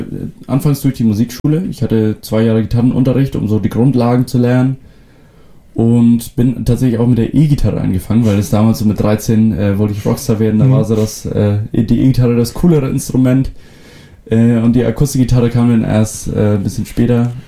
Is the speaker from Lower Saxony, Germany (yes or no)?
no; Föhr, Schleswig-Holstein, Germany; first language Frisian; German is a second language; ich komme von der Insel Föhr. Bin dort auch geboren und aufgewachsen, bin inzwischen 30 Jahre alt